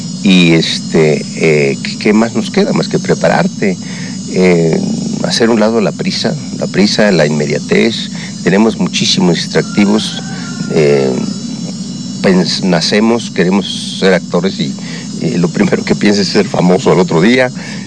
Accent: Guerrero, Mexico; En mi caso, como guerrerense, además me considero como guerrerense echado para adelante, con un trabajador, con mucho esfuerzo, todo lo que somos guerrerenses

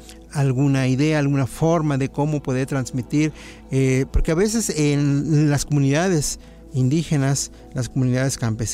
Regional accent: Mexico; first language Nahuatl; Spanish is a second language; a veces hablan más español que náhuatl. Precisamente dijimos, no, vamos a conversar un poco más en nuestra lengua materna.

